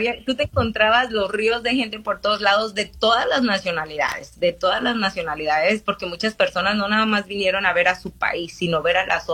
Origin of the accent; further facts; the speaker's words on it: Mexico; nosotros como mexicanos amamos los colombianos.